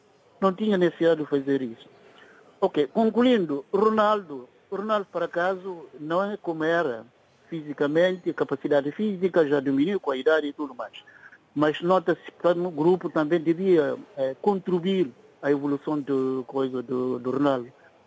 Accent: Guinea-Bissau; portanto eu não sou português, sou guinense, mas sentimos na pele porque nós somos da colónia portuguesa.

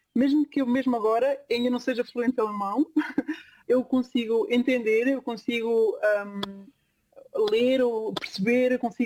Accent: Portugal; moved away; Falamos em português, obviamente. Portanto, eu e o meu marido somos portugueses, falamos em português em casa.

